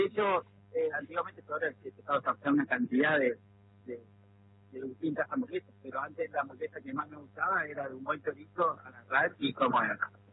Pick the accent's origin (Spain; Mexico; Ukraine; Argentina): Argentina; Viale, Entre Ríos; born there; now in Paraná, Argentina; Claro, yo estoy acá a 50 kilómetros, tengo donde nací en Viale, tengo un pequeño lugar donde procesamos para la carne.